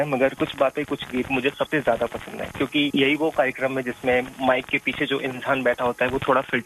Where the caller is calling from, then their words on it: Jaipur, Rajasthan, India; लाल कोठी के पास, जयपुर से।